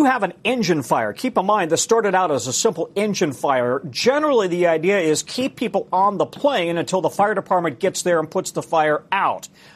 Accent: Denver, Colorado, United States; I grew up in Denver

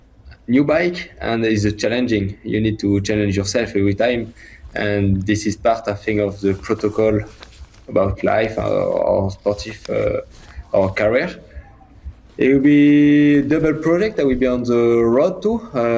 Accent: France; English is a second language; I'm from Europe, from France, and to see this culture is nice.

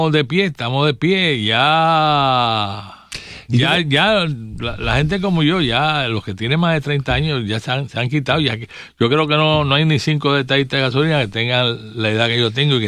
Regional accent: Puerto Rico; porque total, somos puertorriqueños, estamos en el mismo caldero

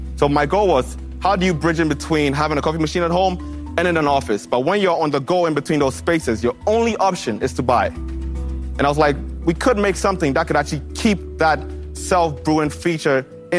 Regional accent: Ghana; moved away as an adult; also born or lived in Cleveland, United States; now in Indiana, United States; I grew up in Ghana. At 17, I graduated from high school, and I decided I would chase a career of civil engineering in the United States.

